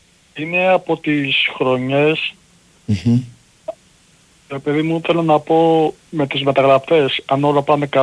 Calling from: Amarynthos, Central Greece, Greece; από την Αμάρτη, από την Εύβοια

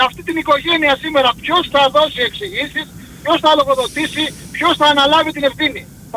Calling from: Chania, Crete, Greece; Σάβα, είμαι από Χανιά.

